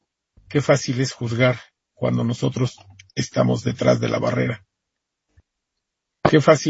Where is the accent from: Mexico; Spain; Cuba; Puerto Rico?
Mexico; en lugar de que como mexicanos nos unamos para luchar en contra de los vendepatrias